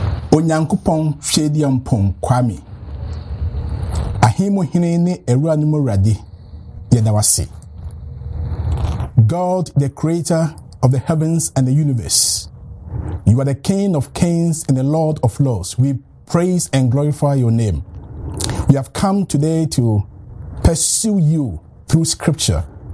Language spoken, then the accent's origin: English; Ghana; first language Asante Twi; English is a second language; And I'm a native of Ghana in West Africa. My mother tongue is Asante Tree.